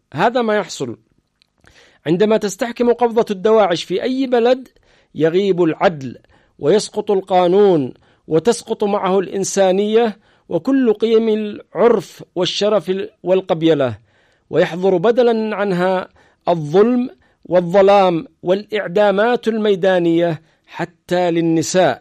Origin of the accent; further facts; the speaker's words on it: Aden, Yemen; وبعدين بيشتغلوا في مستشفى حكومي هنا حتى في عدن،